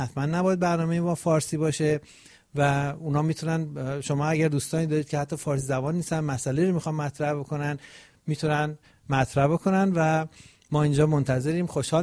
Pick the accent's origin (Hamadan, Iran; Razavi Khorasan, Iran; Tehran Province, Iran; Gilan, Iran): Gilan, Iran; Rasht; accent: Rashti; من بلدم، درسته، یعنی من میگم شبیه رشتی لهجم.